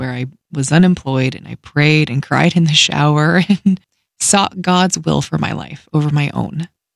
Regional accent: Wichita, Kansas, United States; moved away as an adult; I was working at a radio station in my hometown of Wichita, Kansas

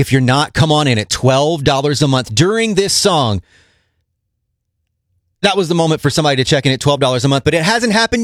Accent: Georgia, United States; I have to sing it because I'm from Georgia

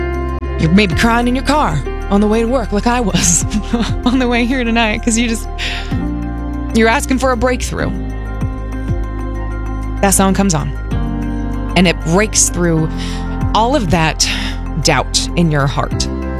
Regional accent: Wichita, Kansas, United States; moved away; Wichita, which is my hometown.

